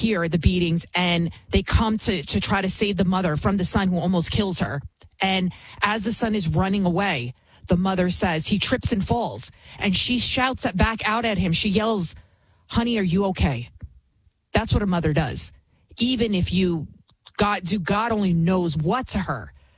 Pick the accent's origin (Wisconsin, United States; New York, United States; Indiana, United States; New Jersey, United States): New York, United States; New York City; now in about 25 miles outside New York City, United States; You can tell I'm from the Bronx, right?